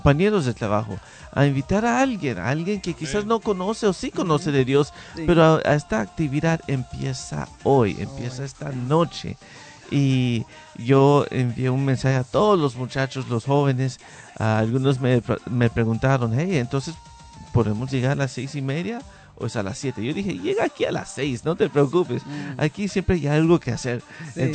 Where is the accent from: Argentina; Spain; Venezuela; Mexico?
Venezuela; now in Nashville, United States; Yo soy de Venezuela y todos vivimos aquí en Estados Unidos.